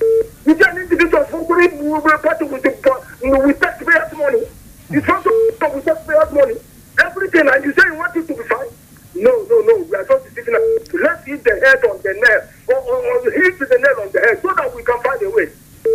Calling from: Nigeria; I'm calling from Anguarogo

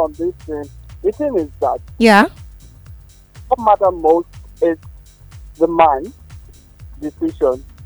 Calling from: Abuja, Federal Capital Territory, Nigeria; I'm calling from Local Goma.

